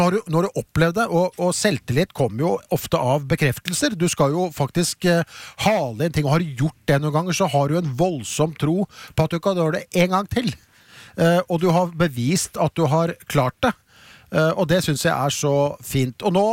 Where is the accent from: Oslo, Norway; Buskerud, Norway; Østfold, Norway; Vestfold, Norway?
Oslo, Norway; jeg har bodd i Oslo i hele mitt liv, 61 år.